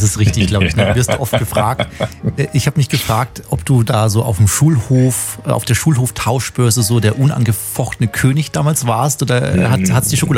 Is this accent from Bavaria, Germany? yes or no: yes; Bavaria, Germany; Ich komme aus dem Chiemgau